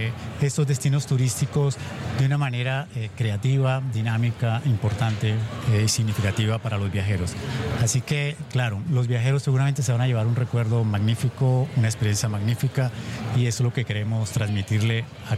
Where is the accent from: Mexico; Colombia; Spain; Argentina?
Colombia; now in Lima, Peru; Yo actualmente vivo en Lima, pero yo soy colombiano